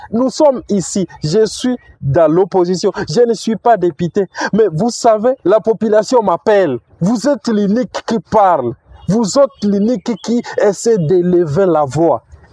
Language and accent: French; Butembo, North Kivu, DR Congo; chez moi à Butembo.